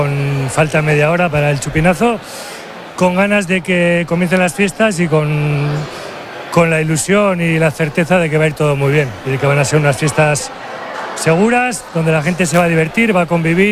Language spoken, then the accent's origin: Spanish; Pamplona, Navarre, Spain; Somos de Pamplona, hemos vivido los San Fermines siempre